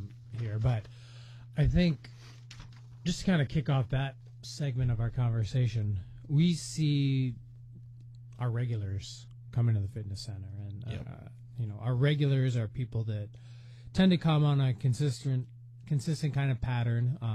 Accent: Midwest, United States; now in Bethel, Alaska, United States; I'm originally from the Midwest, been a United States citizen, born into the U.S.

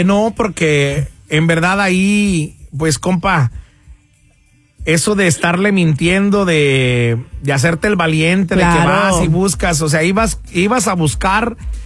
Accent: San Luis Potosí, Mexico; los escucho aquí en Del Valle, soy de San Luis Potosí.

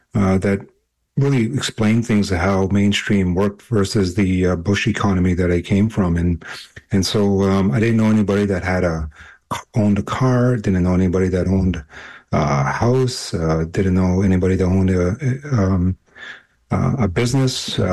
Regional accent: Winnis First Nations, Ontario, Canada; now in North Bay, Canada; Yeah, so I'm originally from Winnis First Nations, which is a small Cree village up in the Hudson Bay coastline. Polar bears roam where I'm from. And when I left that small reserve into a city in North Bay

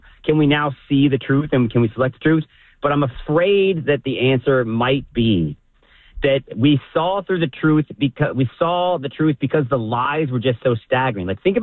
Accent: Florida, United States; that crazy DSA candidate from my home state of Florida

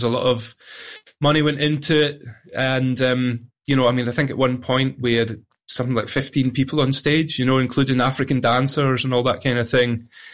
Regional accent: Scotland, United Kingdom; growing up in Scotland, I hadn't been that exposed to previously.

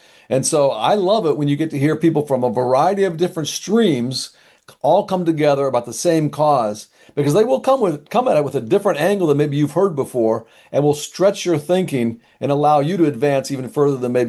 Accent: Chicago, Illinois, United States; One of them is in Chicago, which is my hometown.

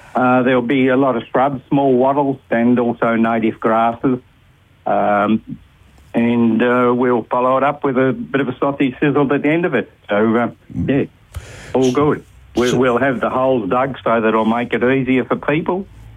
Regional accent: Wycheproof, Victoria, Australia; now in Bendigo, Australia; I'm a country lad. I come from Witchyproof Way.

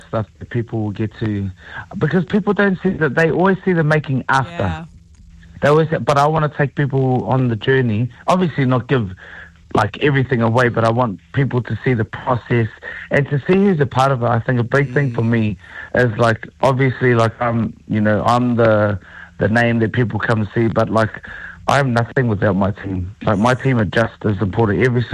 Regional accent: New Zealand; I'm sure every New Zealander's grown up with, especially in my generation, which I'm only 22.

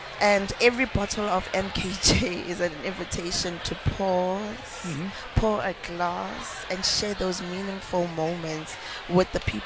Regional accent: Pretoria, Gauteng, South Africa; I'm a Pretorian girl, mm-hmm. born and bred in Mamelodi.

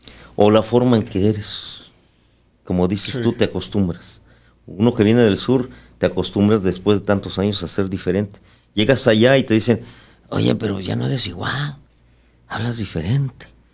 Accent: Mexico; Eso somos los mexicanos.

